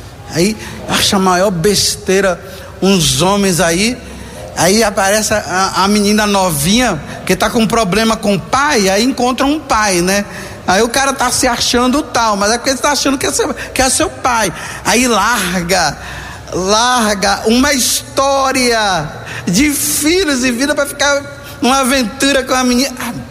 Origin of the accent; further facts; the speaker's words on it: Bahia, Brazil; Mas eu sou baiano, tem gente que acha que eu sou capixaba, outros acham que eu sou de Santo. Não, eu sou baiano.